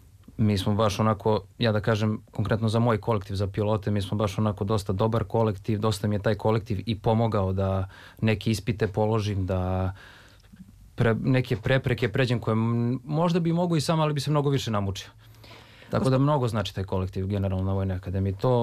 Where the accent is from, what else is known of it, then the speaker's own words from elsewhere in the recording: Belgrade, Serbia; Ja sam iz Beograda, živim tu kod Sava centra.